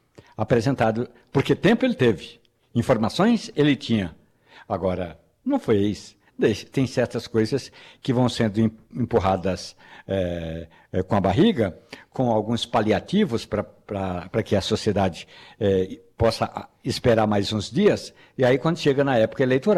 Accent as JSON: {"language": "Portuguese", "town": "Carnaíba", "region": "Pernambuco", "country": "Brazil", "tie": "born there", "said": "não é porque eu nasci nessa cidade, mas lá em Carnaíba"}